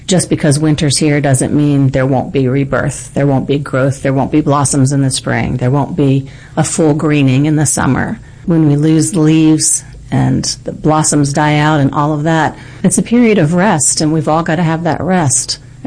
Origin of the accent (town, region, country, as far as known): Florida, United States